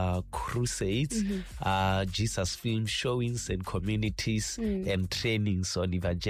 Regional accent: Botswana; So we are from Botswana and we are all about evangelism and discipleship.

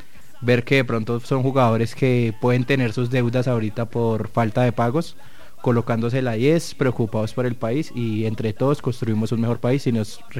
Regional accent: Colombia

